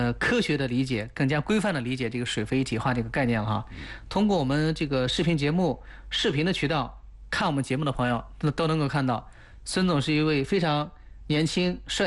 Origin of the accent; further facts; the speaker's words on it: Fuyang, Anhui, China; 咱都是阜阳老乡啊。